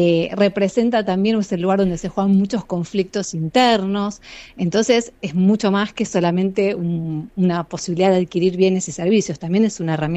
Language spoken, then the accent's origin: Spanish; Argentina; yo soy argentina, viví toda mi